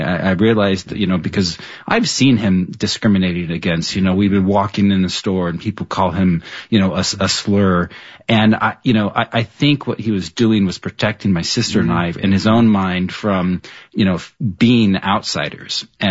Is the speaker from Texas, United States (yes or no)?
yes; Texas, United States; I was raised in, you know, suburban North Texas. So I was far from the California Chicano history, you know, that people there grew up with.